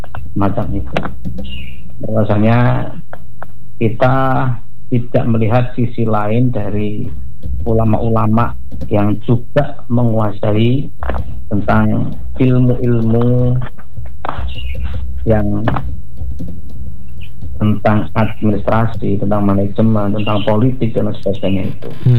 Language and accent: Indonesian; Keling, East Java, Indonesia; Karena kakek saya di daerah, saya dari daerah Keling.